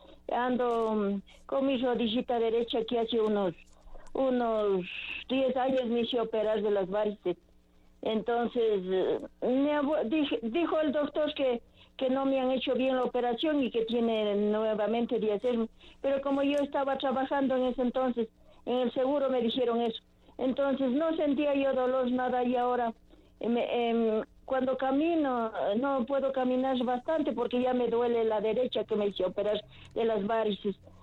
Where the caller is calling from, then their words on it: Riobamba, Chimborazo, Ecuador; estoy llamando desde Riobamba